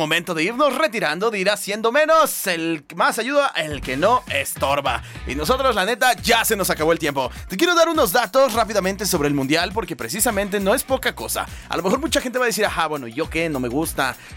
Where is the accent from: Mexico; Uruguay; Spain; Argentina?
Mexico